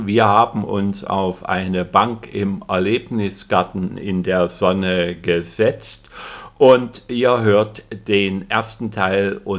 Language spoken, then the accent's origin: German; Saxony, Germany; Er ist geboren in der Umgebung von Leipzig, kommt also aus meiner Gegend, natürlich sehr viel jünger